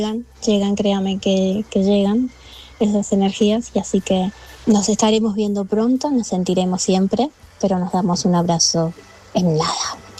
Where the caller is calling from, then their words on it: Seville, Andalusia, Spain; de Sevilla.